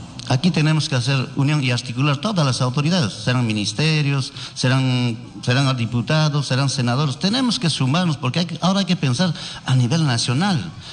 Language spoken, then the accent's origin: Spanish; Cusco, Peru; a pesar que somos de Cusco